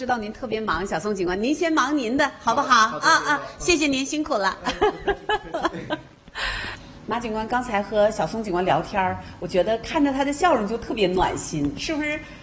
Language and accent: Chinese; Jinzhou, Liaoning, China; 如果说站在我们这个锦州这个区域，咱们是锦州的名片，那要对外省的，我们就是辽宁的一张名片，对不对？